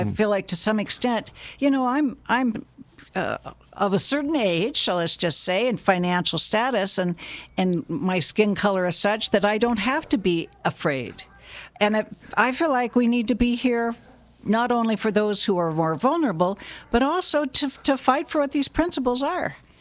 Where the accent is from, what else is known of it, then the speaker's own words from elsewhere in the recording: United States; But some depends on our awareness as the American electorate.